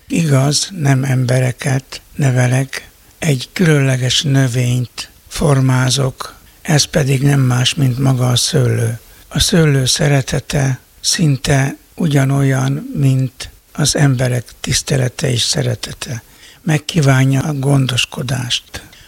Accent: Farád, Győr-Moson-Sopron, Hungary; Én itt születtem, itt nőttem fel gyerekként, itt végeztem az általános iskoláimat, és ide tértem vissza előbb pedagógusként, majd iskolaigazgatóként dolgozni.

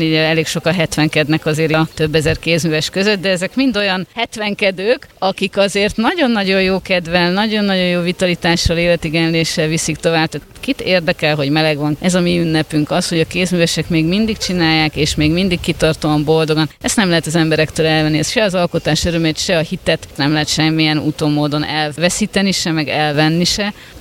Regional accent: Somogy, Hungary; Hát ugye én somogyi vagyok, kicsit hazabeszélek

